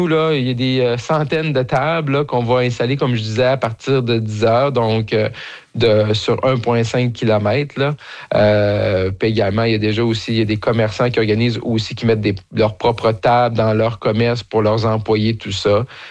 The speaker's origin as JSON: {"language": "French", "town": "Roberval", "region": "Quebec", "country": "Canada", "tie": "born or raised there", "said": "parce que je suis originaire de Robertval"}